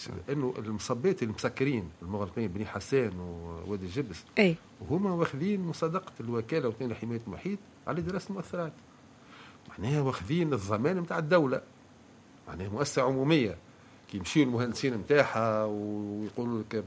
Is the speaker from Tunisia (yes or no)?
yes; Monastir Governorate, Tunisia; عندنا في المستير